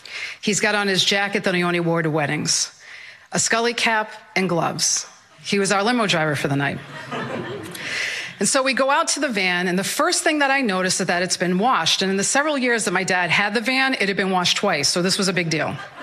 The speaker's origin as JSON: {"language": "English", "town": "Malden", "region": "Massachusetts", "country": "United States", "said": "I'm from Malden, Massachusetts, and I am a psychic medium"}